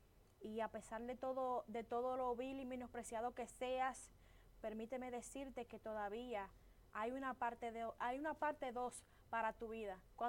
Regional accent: Baní, Peravia, Dominican Republic; todo mi pueblo Vanilejo

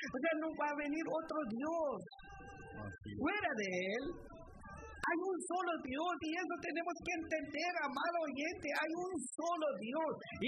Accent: Nahualá, Sololá, Guatemala; born there; no nací en Francia, yo no nací en África, yo no nací en Sudamérica, sino que nací en Centroamérica, en Guatemala, en el pueblo de Nahualá. Eso es la voluntad de Dios. Yo hablo español.

